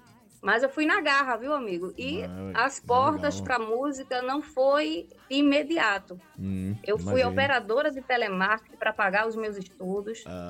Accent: Recife, Pernambuco, Brazil; moved away as an adult; also born or lived in Porto, Portugal; no meu estado... Pernambuco, eu sou pernambucana, recifense

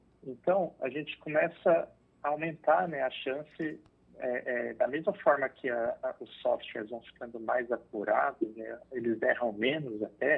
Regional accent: Ribeirão Preto, São Paulo, Brazil; eu sou de Ribeirão Preto, São Paulo

